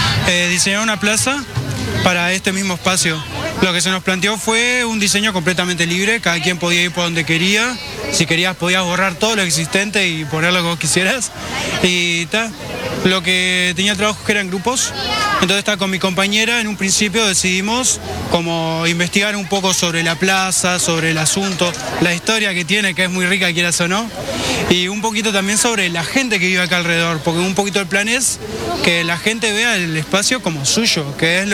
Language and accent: Spanish; Florida, Uruguay; Yo soy de Florida, en realidad. De Ciudad de Florida.